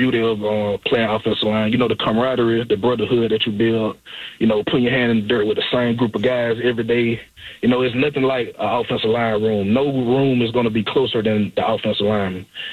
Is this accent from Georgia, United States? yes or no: yes; Georgia, United States; I'm originally from South Georgia, like